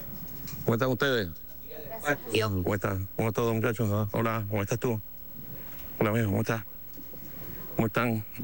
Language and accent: Spanish; Venezuela; somos los venezolanos